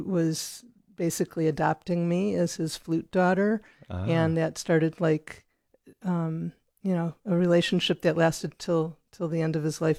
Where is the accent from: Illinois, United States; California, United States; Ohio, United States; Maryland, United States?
Illinois, United States; Chicago; moved away as an adult; now in Austin, United States; I'm from Chicago